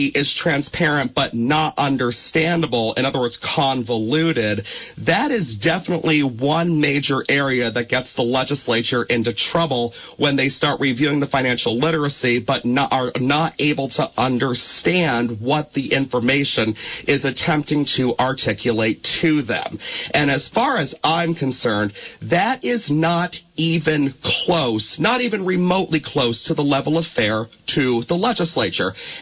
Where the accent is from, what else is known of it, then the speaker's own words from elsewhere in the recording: Rutland, Vermont, United States; my hometown of Rutland County.